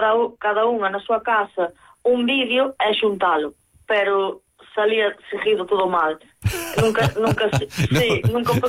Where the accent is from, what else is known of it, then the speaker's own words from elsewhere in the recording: Carballo, Galicia, Spain; que somos as gemelas, non as dúas, somos de Carballo